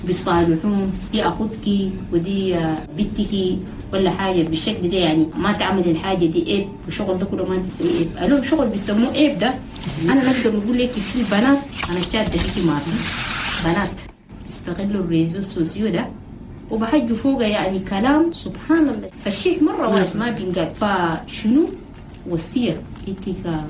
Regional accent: Chad; الشجرة الظليلة بلدنا تشاد لكن اليوم المجتمع التشادي يتفكك

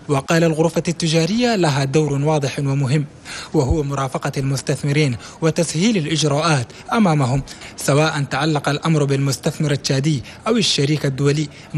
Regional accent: Chad; لبلادنا تشاد

